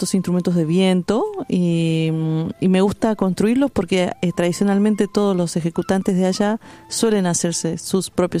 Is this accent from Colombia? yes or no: no; Iruya, Salta, Argentina; born there; now in Tilcara, Argentina; Yo soy de Finca Santiago, Iruya, eso es departamento de Iruya, bien al norte de la provincia de Salta. Y vivo en Tilcara, que es Quebrado Mahuaca, provincia de Jujuy.